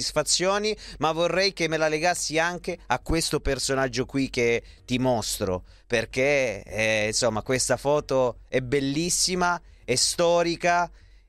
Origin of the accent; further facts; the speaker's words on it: Catanzaro, Calabria, Italy; ti ringrazio perché io da Terrone, proprio di Catanzaro, è una cosa strepitosa